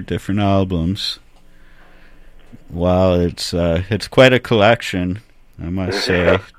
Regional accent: Thunder Bay, Ontario, Canada; I'm from Thunder Bay

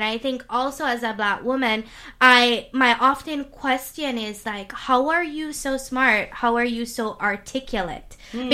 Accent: Jamaica; now in New Brunswick, Canada; I'm from Jamaica

